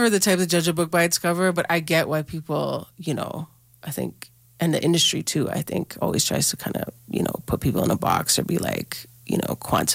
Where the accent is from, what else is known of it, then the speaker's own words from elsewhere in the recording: Toronto, Ontario, Canada; growing up in Toronto, we obviously, you know, grow up listening to certain things and influences.